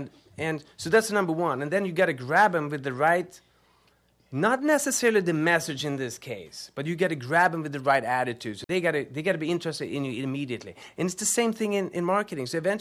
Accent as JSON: {"language": "English", "country": "Sweden", "moved": "yes", "said": "even though I'm from Sweden."}